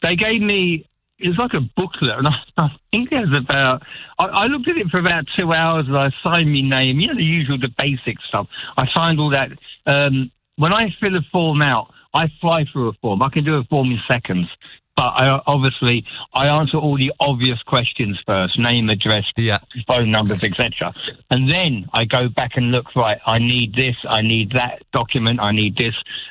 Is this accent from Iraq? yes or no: no; England, United Kingdom; moved away as an adult; now in Ireland; Well, as an Englishman, yeah, we have those two forms of ID, which is our driving licence. And it took me, and I kid you not, 29 years in this country, because I only did it last year.